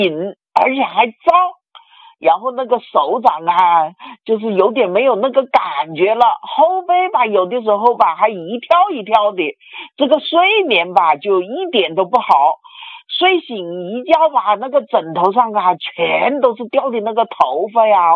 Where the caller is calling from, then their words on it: Changsha, Hunan, China; 王老师你好，我是长沙雨花区的